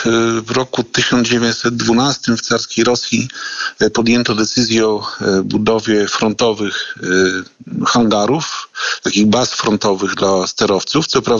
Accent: Białystok, Podlaskie Voivodeship, Poland; mieszkam na Pietraszach od urodzenia.

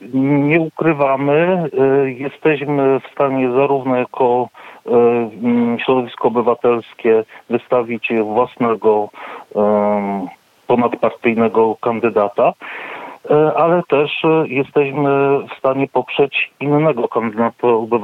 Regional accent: Rzeszów, Subcarpathian Voivodeship, Poland

